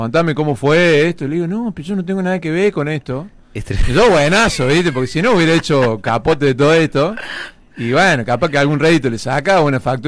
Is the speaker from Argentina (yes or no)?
yes; Córdoba, Argentina; Yo vengo de Barrio Guiñazú.